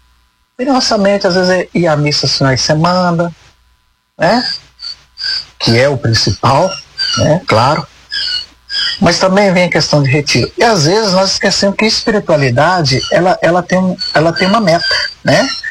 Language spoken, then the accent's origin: Portuguese; Materlândia, Minas Gerais, Brazil; Sou da região aqui, sou da cidade de Materlândia, acredito que muitos conhecem